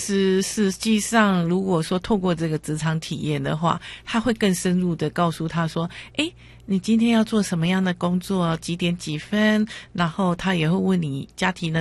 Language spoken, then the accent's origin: Chinese; Taiwan; also born or lived in Japan; 然后会觉得日本人的那个态度跟我们台湾人的那种感受是不同的。